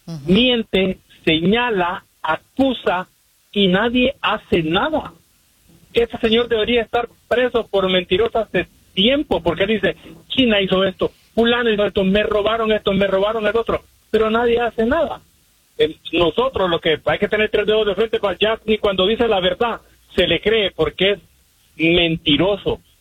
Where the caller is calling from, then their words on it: Chicago, Illinois, United States; Buenos días, Andreina, de los Chicago, Illinois.